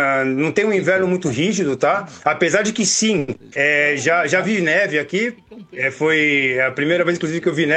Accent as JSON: {"language": "Portuguese", "town": "Santos", "region": "São Paulo", "country": "Brazil", "tie": "born or raised there", "moved": "as an adult", "lives_now": "Mallorca, Spain", "said": "Eu sou oriundo de Santos, da mesma cidade aí do jornalista Ademir Quintino."}